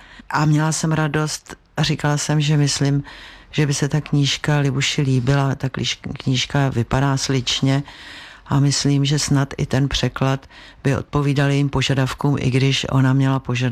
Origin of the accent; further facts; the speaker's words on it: Prague, Czechia; My jsme vyrůstali v Dejvicích na jednom dvoře.